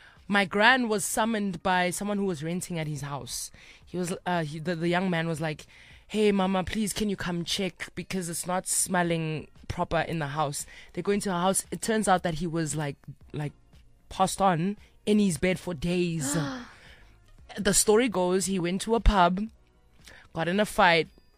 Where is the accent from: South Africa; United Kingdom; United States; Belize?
South Africa; Johannesburg, Gauteng; my house where I grew up in Soweto Kumlapo.